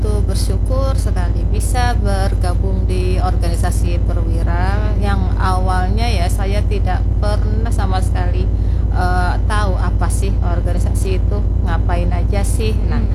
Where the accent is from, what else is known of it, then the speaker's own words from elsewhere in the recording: Java, Indonesia; kalau kami orang Jawa bilang gitu